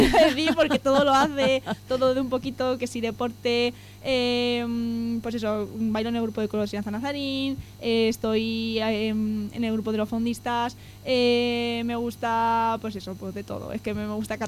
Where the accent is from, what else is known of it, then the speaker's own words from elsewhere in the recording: Miguelturra, Castilla-La Mancha, Spain; es una chica de Miguel Turra, nacida y criada en Miguel Turra.